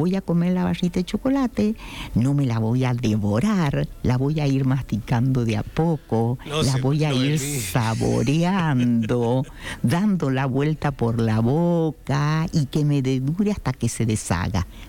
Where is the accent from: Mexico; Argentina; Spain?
Argentina; San Juan